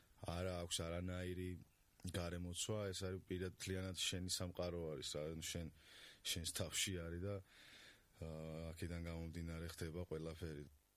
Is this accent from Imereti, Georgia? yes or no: yes; Tskaltubo, Imereti, Georgia; born there; also born or lived in Tekali, Lentekhi district (Svaneti); იმიტომ რომ თეკალში გავიზარდე, მესამე კლასში ვიყავი, მეოთხეში გადამსვლელში, სადაც როცა გადმოვედი წყალტუბოში ჩემი ოჯახი